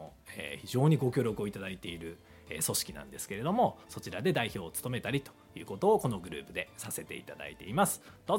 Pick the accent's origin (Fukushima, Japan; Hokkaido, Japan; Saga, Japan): Hokkaido, Japan; Otaru; 私は北海道の小樽市出身なんですね